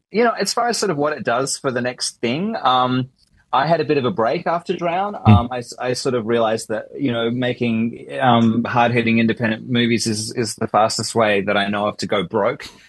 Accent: Melbourne, Victoria, Australia; now in Sydney, Australia; I started making short films growing up in Melbourne, became part of the Melbourne Super 8 group.

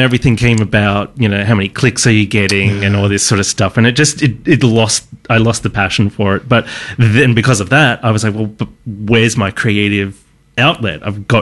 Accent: Geelong, Victoria, Australia; now in Melbourne, Australia; I was I grew up in Geelong, but I was sort of newish to Melbourne

